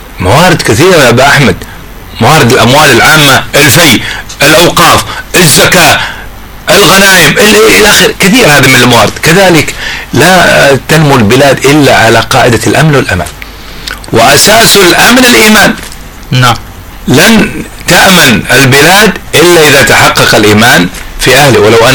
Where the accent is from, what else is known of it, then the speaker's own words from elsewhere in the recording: Hadramawt, Yemen; عندنا في حضرموت، ما بقول عنه في اليمن عموما، في حضرموت.